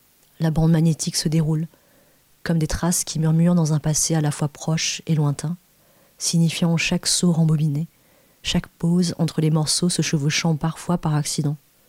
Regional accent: Marseille, Provence-Alpes-Côte d'Azur, France; born there; Je suis née à Marseille le 10 août 1981.

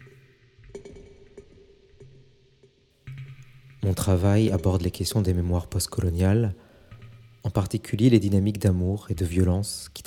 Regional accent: Vietnam; Je suis vietnamien, vietnamien

